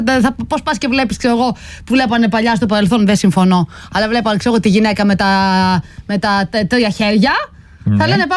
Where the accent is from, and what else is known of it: Krestena, Western Greece, Greece; born or raised there